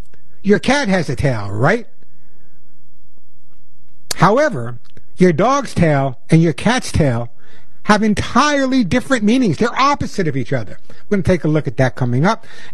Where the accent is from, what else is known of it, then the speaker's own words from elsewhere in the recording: New York, United States; I grew up on Long Island. I know I lost my accent, but I grew up on Long Island. I'm a New Yorker originally